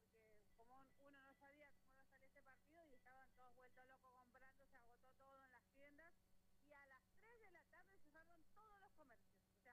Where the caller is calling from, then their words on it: San Patricio del Chañar, Neuquén, Argentina; Hoy San Patricio del Sañar lo siente así, hemos salido a las calles, hemos copado todas las veredas y estamos aquí, siendo más argentinos que nunca. Yo le digo la verdad, soy casi 79